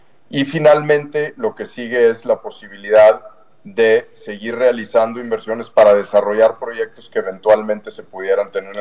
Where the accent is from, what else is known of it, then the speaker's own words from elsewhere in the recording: Mexico; somos los mexicanos